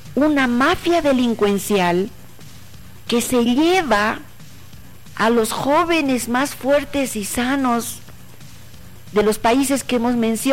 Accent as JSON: {"language": "Spanish", "country": "Bolivia"}